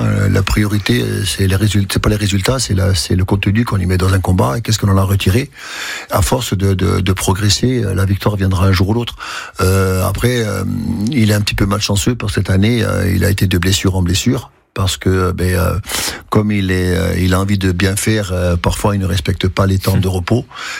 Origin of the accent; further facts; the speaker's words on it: Corsica, France; quand on est Corse, on peut nous aussi réussir.